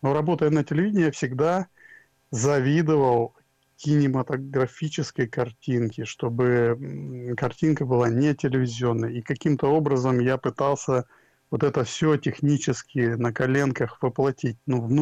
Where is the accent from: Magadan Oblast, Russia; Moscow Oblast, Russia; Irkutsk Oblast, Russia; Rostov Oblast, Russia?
Rostov Oblast, Russia; Volgodonsk; я один из первых в моем родном городе Волгодонске, я воплотил нелинейный монтаж